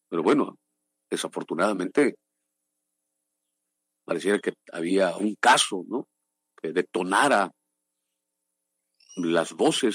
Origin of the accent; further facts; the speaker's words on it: Oaxaca, Mexico; para nosotros como oaxaqueños, que en medio de la guelaguetza de este 2026